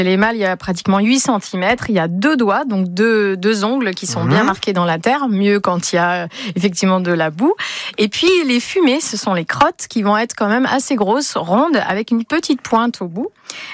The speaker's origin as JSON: {"language": "French", "region": "Auvergne-Rhône-Alpes", "country": "France", "said": "En tout cas, chez nous, en Isère, on a de la chance."}